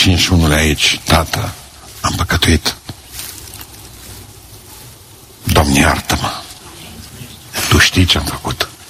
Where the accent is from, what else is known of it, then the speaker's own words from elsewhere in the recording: Romania; moved away; la noi acasă, în sat, la mine, în Pântășești